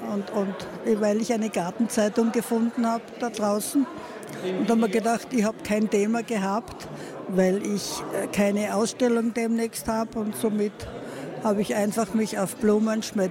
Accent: Ligist, Styria, Austria; ich komme aus Ligist und bin das 30. Mal bei der Malerwoche dabei.

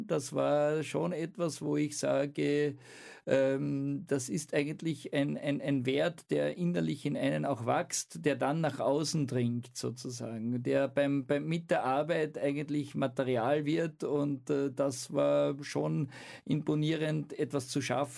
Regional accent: Austria; Aufgewachsen in Lindorpfelden, klassische Handwerkerfamilie.

